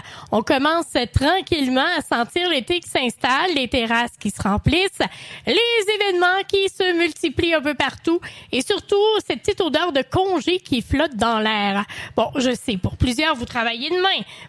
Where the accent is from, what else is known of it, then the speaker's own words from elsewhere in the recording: Quebec, Canada; chez nous, au Québec